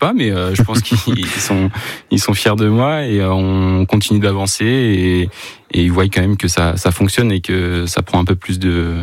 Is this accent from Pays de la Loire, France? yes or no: yes; Pays de la Loire, France; j'ai 28 ans, je suis originaire de la Mayenne.